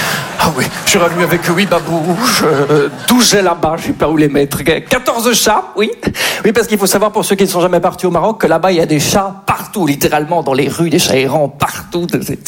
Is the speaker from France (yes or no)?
no; Belgium